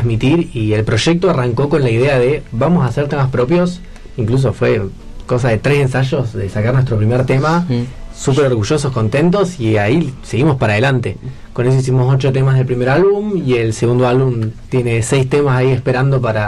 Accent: Neuquén, Argentina; Somos de Neuquén.

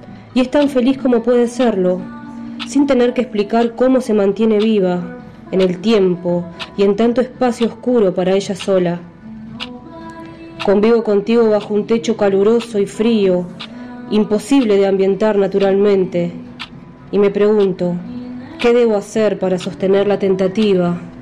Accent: Bahía Blanca, Buenos Aires Province, Argentina; born there; now in Cipolletti, Argentina; nací en Bahía Blanca, pero hace muchos años que vivo acá en el Valle, en Cipolletti.

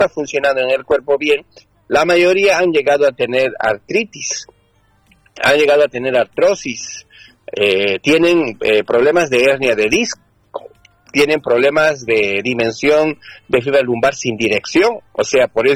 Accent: Cochabamba, Bolivia; moved away; yo soy boliviano de Cochabamba

